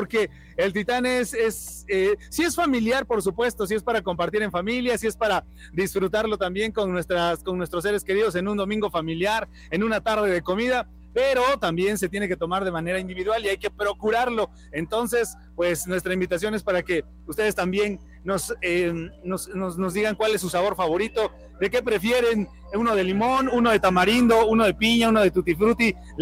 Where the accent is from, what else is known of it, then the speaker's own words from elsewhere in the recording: Puebla, Mexico; un orgullo y una tradición en nuestro estado de Puebla